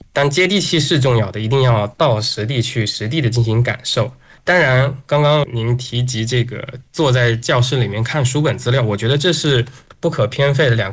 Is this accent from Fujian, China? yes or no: yes; Fujian, China; first language Fujian local dialect; Chinese is a second language; 因为我本人是福建人嘛，我的母语就是福建当地的这个方言，那我也会说这个福建、广东等地几门主流的这个方言嘛